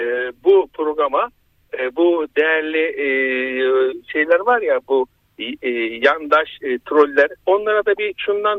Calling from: Ankara, Turkey

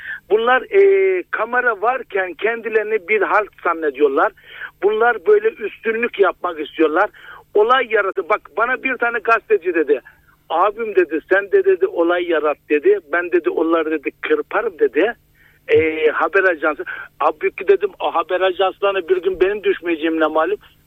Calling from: Safranbolu, Karabük, Turkey; Ben Safranbolu'dan arıyorum

